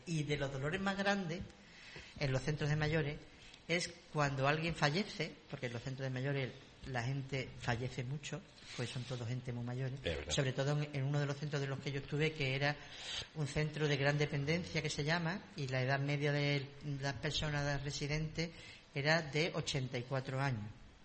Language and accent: Spanish; Cádiz, Andalusia, Spain; born there; Yo nací en Cádiz.